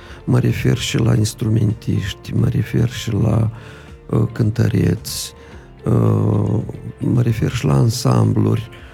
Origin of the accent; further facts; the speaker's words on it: Mândrești, Telenești District, Moldova; De la Mândrești-Telenești. Dar poate știu că acum Casa de Cultură este în reparație în satul meu natal.